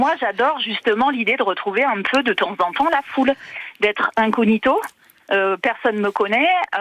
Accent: Auvergne-Rhône-Alpes, France; born there; now in Lozère, France; je suis née dans le Rhône.

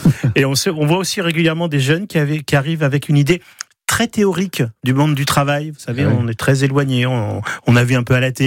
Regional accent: Provence-Alpes-Côte d'Azur, France; Beaucoup de jeunes hein, chez nous en Provence travaillent l'été pour financer leur permis, leurs études, leur logement

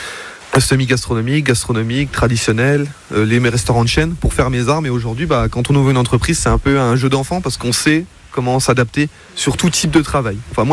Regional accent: Épinal, Grand Est, France; born there; Je suis vosgien. Je suis pas originaire d'ici, moi je suis né à Épinal, qui est à 30 minutes d'ici. Ouais. Et moi et ma compagne, on a dû s'installer dans un petit village d'Ailé. On a de la place, on a un petit peu de voisins, on a un terrain, de la verdure, on a les champs.

